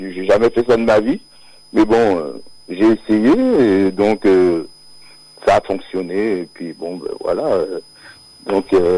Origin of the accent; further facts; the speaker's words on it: Paris, Île-de-France, France; born there; comme je suis d'origine originaire de la Martinique, je suis né sur Paris, de Val-de-Marne.